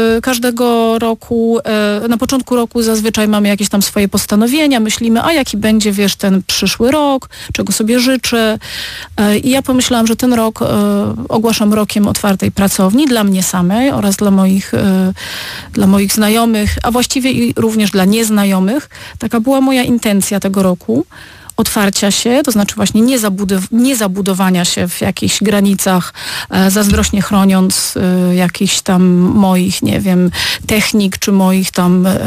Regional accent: Opole, Opole Voivodeship, Poland; now in Berlin, Germany; wychowałam się koło cementowni Odry.

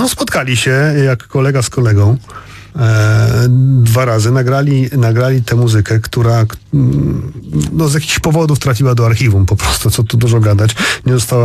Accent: Warsaw, Masovian Voivodeship, Poland; No ja tutaj jako warszawiak zazdroszczę Opolu, bo Opole ma fenomenalny dorobek nagraniowy, tak.

